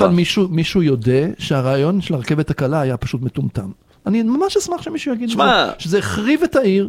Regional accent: Tel Aviv, Tel Aviv District, Israel; moved away as an adult; אני נולדתי בתל אביב, גרתי בגיל 37, ואני מדי פעם חוזר לתל אביב

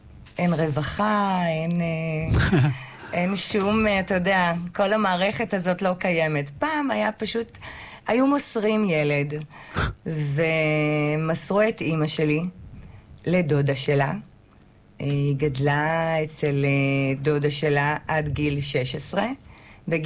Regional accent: Ofakim, Southern District, Israel; born there; now in Beersheba, Israel; אני נולדתי בסורוקה כמובן, אבל גרתי באופקים.

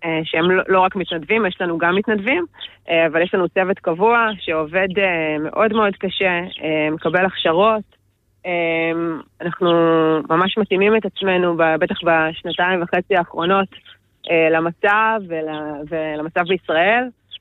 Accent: Central Israel, Israel; אני מהמרכז

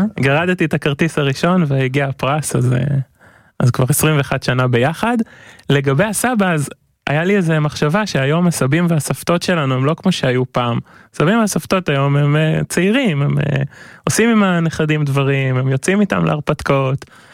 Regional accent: Hod HaSharon, Central District, Israel; אני גדלתי בהוד השרון

